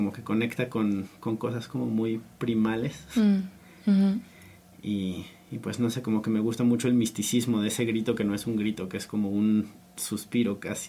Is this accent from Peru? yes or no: no; Mexico; como que crecí moviéndome mucho en México y pues como que igual pues me marcó lo mismo